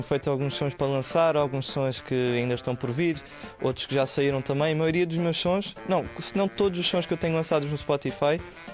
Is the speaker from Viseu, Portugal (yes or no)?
no; Cascais, Lisbon, Portugal; Eu, na verdade, eu não sou daqui, não sou do bairro. Eu sou mesmo quase do centro de Cascais.